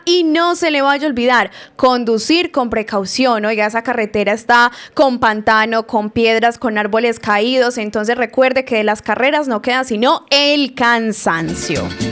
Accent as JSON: {"language": "Spanish", "town": "Fredonia", "region": "Antioquia", "country": "Colombia", "said": "mi pueblo, Fredonia"}